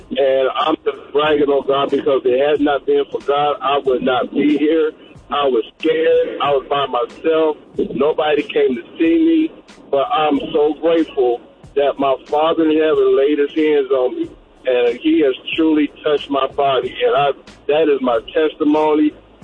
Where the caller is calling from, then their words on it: Columbus, Ohio, United States; calling from Columbus, Ohio.